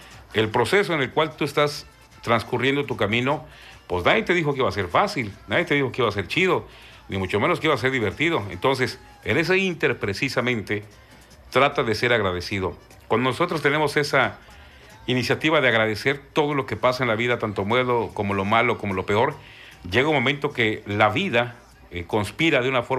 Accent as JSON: {"language": "Spanish", "region": "Campeche", "country": "Mexico", "said": "nuestros paisanos aquí en Campeche"}